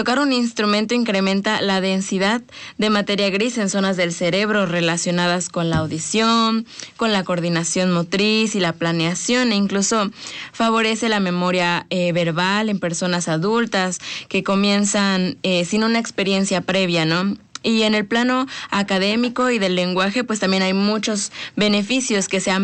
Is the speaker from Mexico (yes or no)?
yes; Mexico; De los que, pues, somos mexicanos